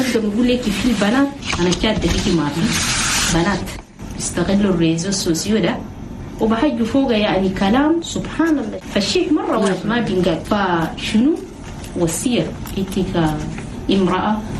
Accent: Chad; بلدنا تشاد لكن اليوم المجتمع التشادي اتفكك وتخلى عن القبيلة

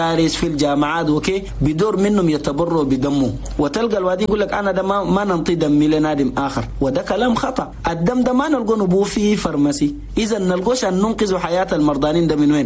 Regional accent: Chad; في بلدنا تشاد

